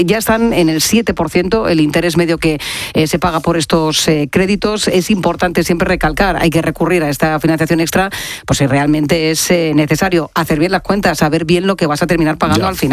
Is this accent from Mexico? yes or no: no; Jumilla, Region of Murcia, Spain; moved away; desde mi tierra querida, desde Murcia, en Jumilla